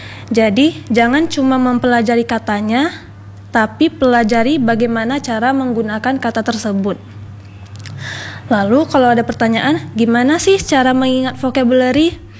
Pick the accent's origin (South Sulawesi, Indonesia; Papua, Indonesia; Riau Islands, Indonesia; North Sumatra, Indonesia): Riau Islands, Indonesia; Ranai; born there; also born or lived in Pekanbaru, Riau